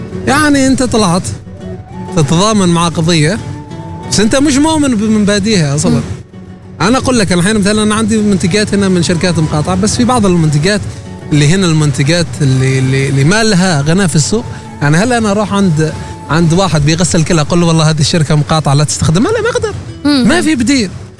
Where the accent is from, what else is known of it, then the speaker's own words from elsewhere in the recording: Salalah, Dhofar, Oman; مثل عندنا في صلالة